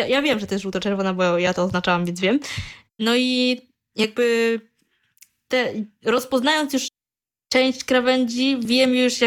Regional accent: Warsaw, Masovian Voivodeship, Poland; born there; Mieszkam tutaj w Warszawie sobie w centrum i co tam jeszcze? Ja jestem Polką, tylko moi rodzice są Wietnamczykami i urodziłam się tutaj w Polsce, dlatego też mój polski język też no, nie jest na złym poziomie. Wietnamski jest na złym, ale jest jakiś taki.

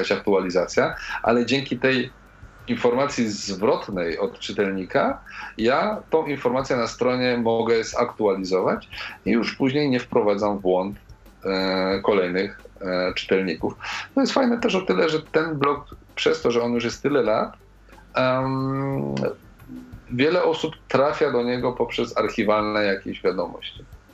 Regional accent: Pomeranian Voivodeship, Poland; słuchaj, ja jestem tym gościem z Pomorza, który coś tam.

